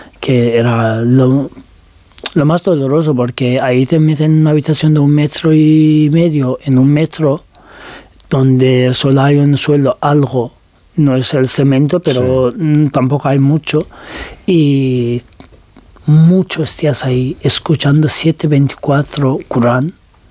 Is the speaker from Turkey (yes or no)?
yes; Turkey; Spanish is a second language; now in Spain; Da igual que seas también turco, porque digo, soy turco y yo podía pasar más fácil que los otros muchos